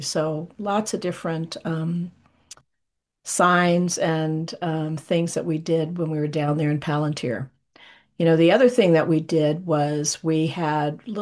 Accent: Sacramento, California, United States; I'm from Sacramento

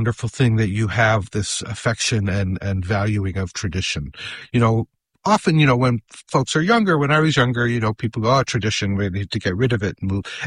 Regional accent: Vermont, United States; I'm from Vermont, so I've spent lots of time in Quebec.

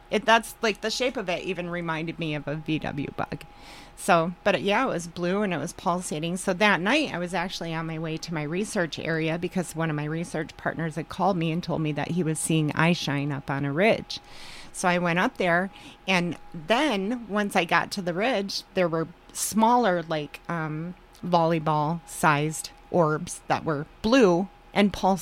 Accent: Michigan, United States; now in Oregon, United States; So I grew up in Michigan and we had a well, right? Like a traditional well.

